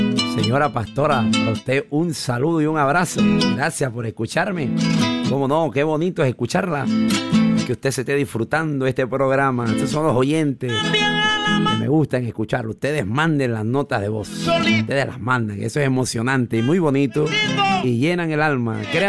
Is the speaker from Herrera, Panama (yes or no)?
yes; Monagrillo, Herrera, Panama